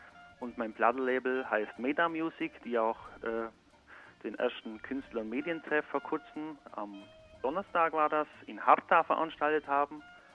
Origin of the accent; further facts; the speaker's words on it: Neu-Ulm, Bavaria, Germany; Ich komme aus Bayern, ja, aus dem bayerischen Teil von Ulm, aus Neu-Ulm.